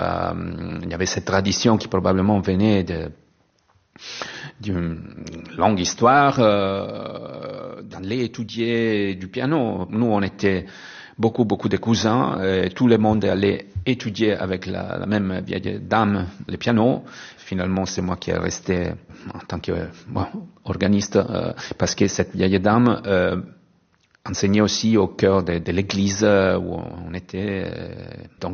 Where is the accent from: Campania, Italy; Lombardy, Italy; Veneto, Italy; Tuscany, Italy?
Tuscany, Italy; Pisa; moved away; j'ai grandi à Pise, mais avec une grand-mère sarde.